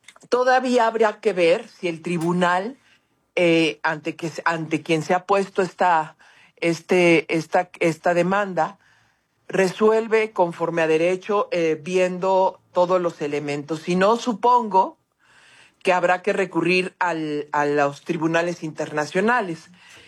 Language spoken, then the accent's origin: Spanish; Mexico; este tipo de resoluciones en estos más de 20 años que he conocido sobre temas de libertad de expresión en mi país y en el continente.